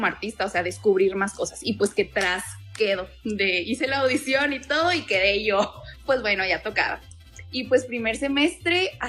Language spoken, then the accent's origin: Spanish; Mexico; soy mexicana